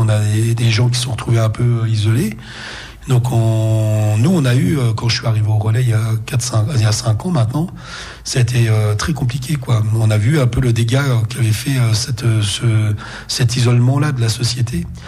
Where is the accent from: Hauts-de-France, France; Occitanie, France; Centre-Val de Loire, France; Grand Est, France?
Grand Est, France; Nancy; moi, je viens de la ville, hein, je suis de Nancy, j'ai habité tantôt à Nancy, tantôt à Laxou